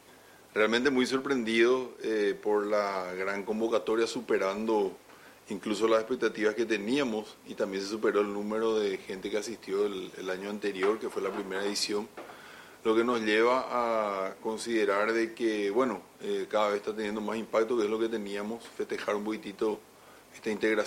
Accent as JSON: {"language": "Spanish", "country": "Paraguay"}